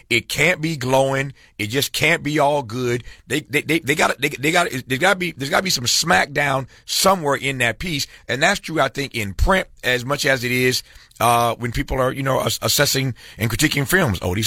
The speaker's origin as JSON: {"language": "English", "region": "Indiana", "country": "United States", "tie": "born or raised there", "also_born_or_lived": "Mississippi", "said": "couldn't have imagined as a kid growing up in Indiana, born in Mississippi, I'd ever meet Muhammad Ali."}